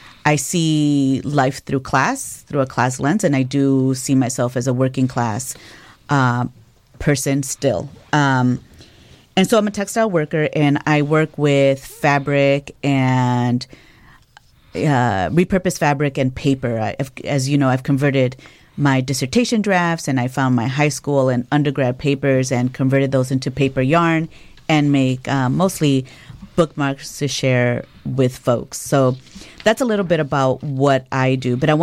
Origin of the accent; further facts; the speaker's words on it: Chicago, Illinois, United States; I am born and raised in Chicago. Both of my parents are Guatemalan immigrants